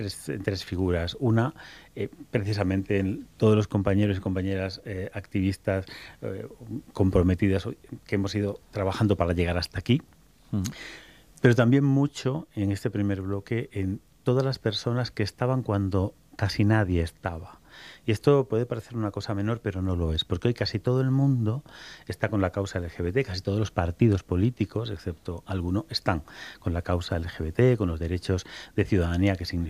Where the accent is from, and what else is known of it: Extremadura, Spain